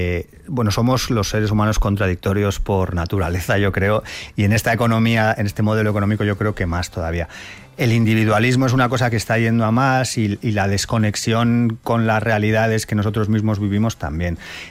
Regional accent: Madrid, Community of Madrid, Spain; yo soy de Madrid y vivo en el centro, o sea, es decir, vivo en un milagro porque todavía vivo en el centro de Madrid

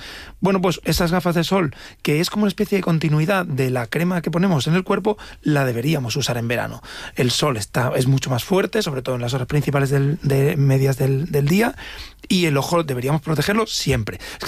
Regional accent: Madrid, Community of Madrid, Spain; Los que somos de Madrid o de grandes ciudades, pues nos vamos a la playa

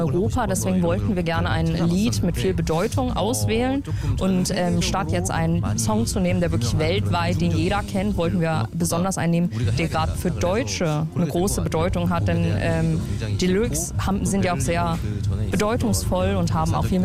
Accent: South Korea; German is a second language; now in Germany; Wir als Koreaner mögen natürlich scharfes Essen sehr gerne.

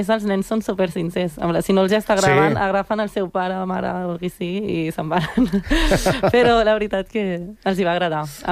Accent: Sant Cugat del Vallès, Catalonia, Spain

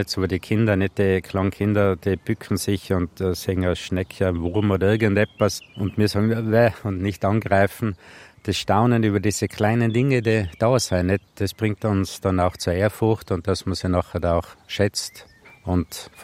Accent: Tyrol, Austria; Und da sind wir mal öfter unterwegs im Stubai, wo ich aufgewachsen bin.

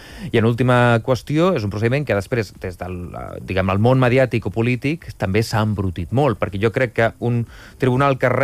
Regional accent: Catalonia, Spain; això és d'agrair com a català

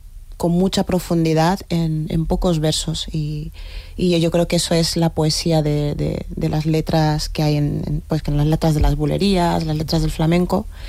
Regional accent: Guinea-Bissau

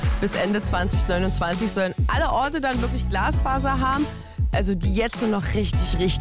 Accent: Brandenburg, Germany; wir sind ja selber aus Brandenburg.

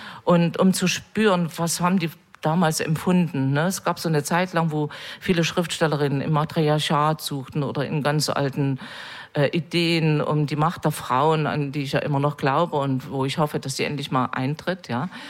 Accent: East Germany, Germany; Also ich komme aus der DDR und da hieß das Gleichberechtigung.

